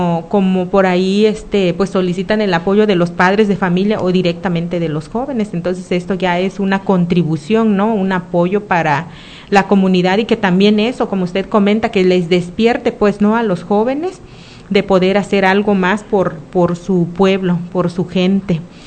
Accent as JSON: {"language": "Spanish", "town": "Mesa del Nayar", "region": "Nayarit", "country": "Mexico", "said": "nuestra comunidad, que es Mesa del Nayar"}